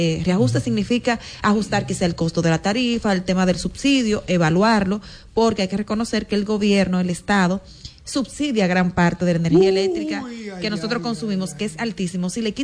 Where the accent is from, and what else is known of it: Dominican Republic